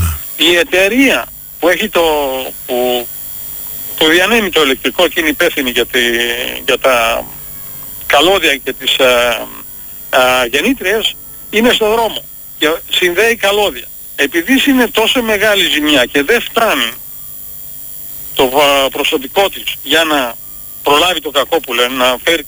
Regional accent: Greece; moved away as an adult; now in United States; Μεγάλωσα στην Ελλάδα και έφυγα στα 25 μου.

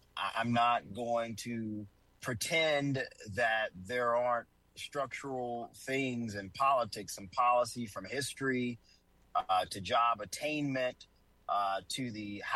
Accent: the South, United States; You know, I grew up in the South. I grew up with my great grandmother still living into her middle 90s

